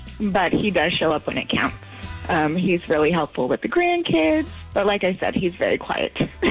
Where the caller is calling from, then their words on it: Modesto, California, United States; I'm from Modesto.